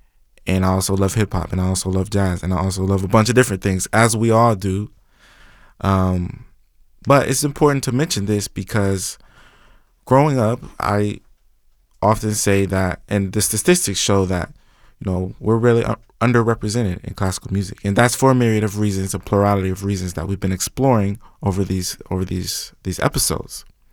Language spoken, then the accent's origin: English; Washington, District of Columbia, United States; I'm from the Washington, D.C. area